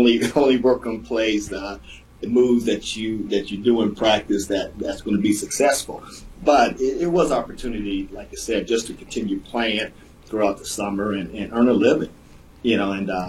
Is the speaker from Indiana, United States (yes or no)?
yes; Indianapolis, Indiana, United States; now in Scottsdale, United States; growing up in Indiana with the Indy 500 this weekend.